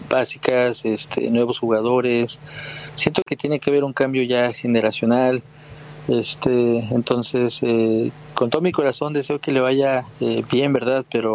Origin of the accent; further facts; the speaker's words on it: Mexico; Pues mira, obviamente pues como mexicano quiero que siempre le vaya bien a México